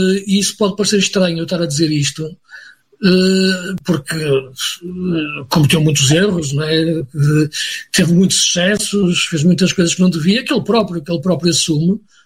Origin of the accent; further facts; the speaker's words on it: Porto, Portugal; also born or lived in Braga; Eu sou aqui da região do Porto, não é?